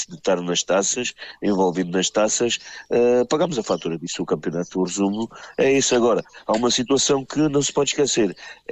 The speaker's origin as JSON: {"language": "Portuguese", "region": "Algarve", "country": "Portugal", "said": "Eu sou do Algarve"}